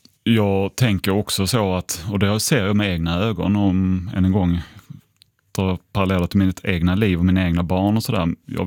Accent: Sweden; De tyckte det var så kul att man var där som en europé och som en svensk och besökte dem

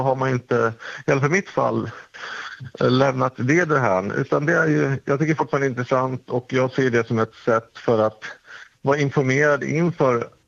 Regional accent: Sweden; now in abroad; jag är svensk. Och jag skulle se det som att fast jag bor utomlands så är ändå, jag är svensk och det är svensk pass och svensk nationalitet.

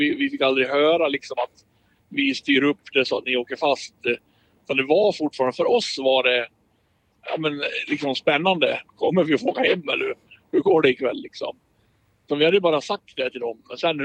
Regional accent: Borlänge, Dalarna County, Sweden; Det är väl inte så många som bryr sig hemma i Borlänge liksom.

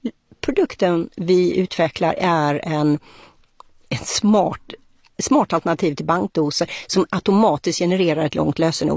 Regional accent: Sweden; moved away as an adult; jag kom ju då från Sverige

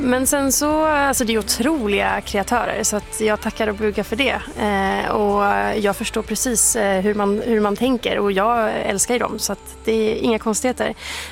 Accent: Värmland, Sweden; min liksom musikaliska bakgrund och från musikkulturen hemma i Värmland

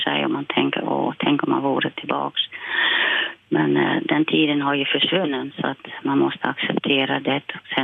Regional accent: Silvolde, Gelderland, Netherlands; Swedish is a second language; moved away as an adult; now in Åsele, Sweden; Jag är från Silvolde.

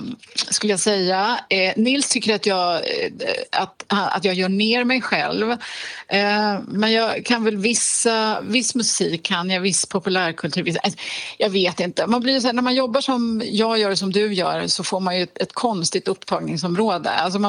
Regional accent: Almvik, Kalmar County, Sweden; så jag är väldigt rotad i, liksom, i Västervik och däromkring. Almvik växte jag upp i, faktiskt.

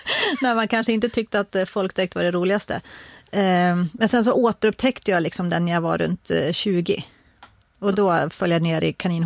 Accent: Dalarna County, Sweden

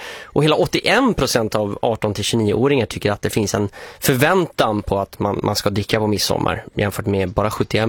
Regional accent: Luleå, Norrbotten County, Sweden; Ärtgevär, det var en stor grej i Luleå där jag växte upp.

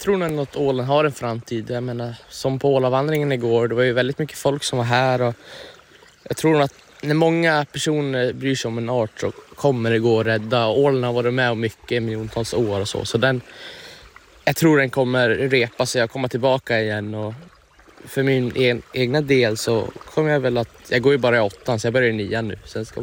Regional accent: Gävleborg County, Sweden; hemma i Hälsingland

